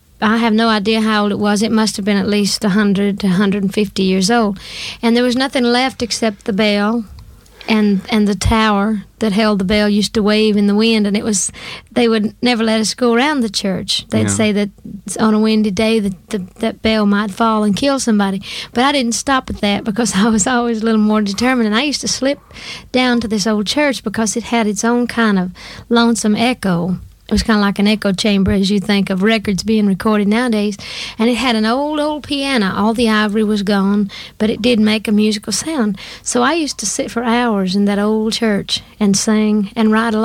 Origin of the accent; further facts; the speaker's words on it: Great Smoky Mountains, United States; That was something we grew up with in the Smokies.